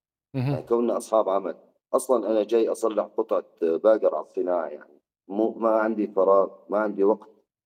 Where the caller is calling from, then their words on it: Raqqa, Raqqa Governorate, Syria; أنا تعاطف أهل الرقة ومدينتي وأهل سوريا كاملة،